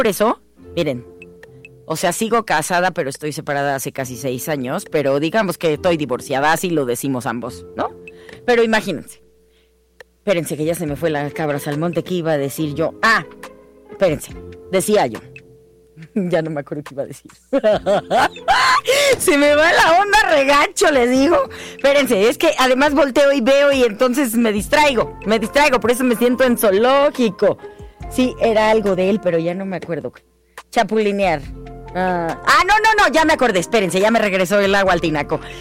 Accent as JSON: {"language": "Spanish", "region": "Jalisco", "country": "Mexico", "tie": "born or raised there", "moved": "yes", "said": "allá en mi pueblo, Jalisco"}